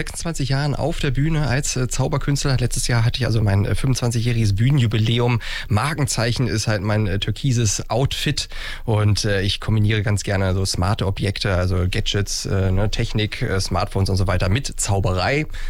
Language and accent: German; Hanover, Lower Saxony, Germany; ich bin in Hannover geboren, in Hannover aufgewachsen, ich bin ja selber einer von denen sozusagen